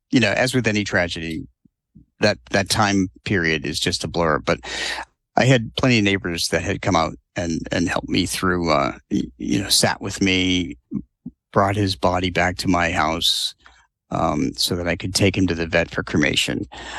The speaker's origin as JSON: {"language": "English", "region": "New England", "country": "United States", "tie": "born or raised there", "said": "I grew up in New England, and I was inspired by the blizzard of 1978"}